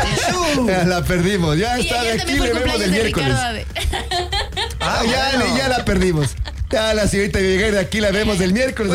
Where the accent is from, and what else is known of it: Ecuador